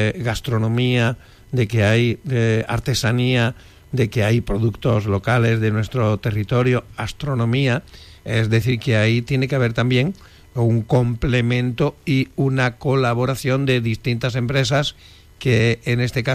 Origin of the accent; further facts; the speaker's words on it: Andalusia, Spain; de aquí, de mi tierra, de Los Pedroches.